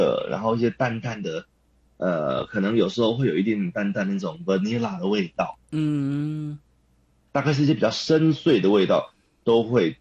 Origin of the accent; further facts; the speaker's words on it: Taiwan; 我们台湾人最最喜欢的